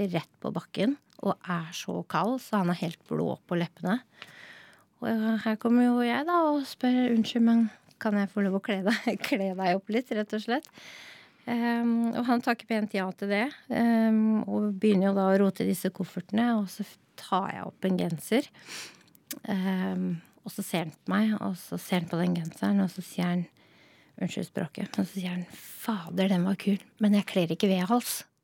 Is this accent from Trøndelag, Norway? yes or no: no; Nittedal, Akershus, Norway; Det startet med at jeg er fra Nittedal og har mistet en del venner og klassekamerater og sånn opp igjennom